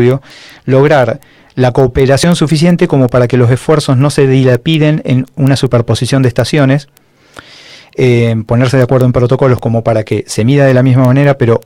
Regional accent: Argentina; Somos Argentina y eso significa que experimentamos vaivenes

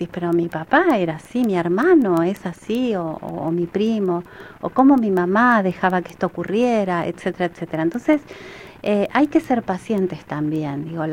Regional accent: Santa Cruz, Argentina; yo me crié, bueno, en Santa Cruz, por supuesto, y fui toda mi vida a una sola escuela, a María Auxiliadora.

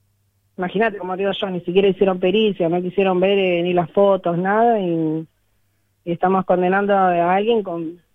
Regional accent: Buenos Aires, Argentina; nosotros somos de Buenos Aires

